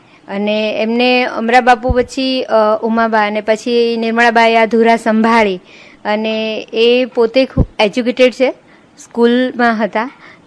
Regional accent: Vadodara, Gujarat, India; હું વડોદરાથી આવું છું.

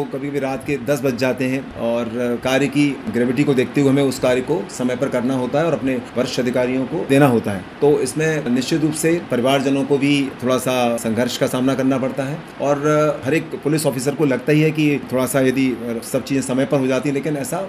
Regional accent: Gwalior, Madhya Pradesh, India; मैं ग्वालियर से हूँ

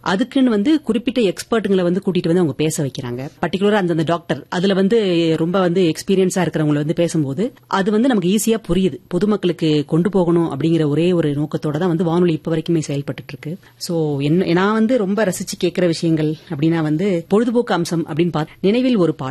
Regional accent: Chennai, Tamil Nadu, India; நான் வந்து பிறந்து வளர்ந்ததெல்லாம் சென்னையில.

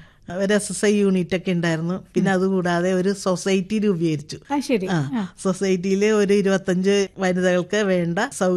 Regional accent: North Paravur, Kerala, India; now in Mannam, India; എന്റെ സ്ഥലം വടക്കം പറവൂരും, ഇപ്പൊ താമസിക്കുന്ന മന്നം. പെരുവാരത്താണ് എന്റെ ജന്മനാട്, വീട്.

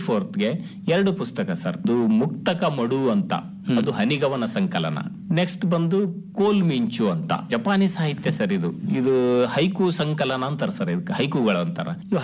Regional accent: Jegarkal, Karnataka, India; ನನ್ನ ಊರು ಜಗರ್ಕಲ್ಲಲ್ಲಿ.

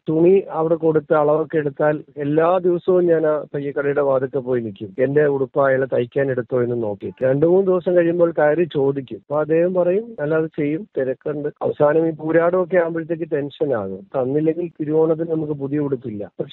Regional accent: Mavadi, Kerala, India; born there; ഞാൻ ജനിച്ചത് മാവടി എന്ന് പറഞ്ഞ ഒരു കൊച്ചു ഗ്രാമമാണ്.

